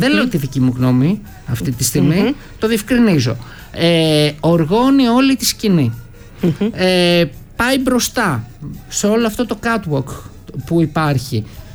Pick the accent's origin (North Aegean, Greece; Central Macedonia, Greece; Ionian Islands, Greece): Central Macedonia, Greece; Thessaloniki; Η πόλη μου είναι άλλο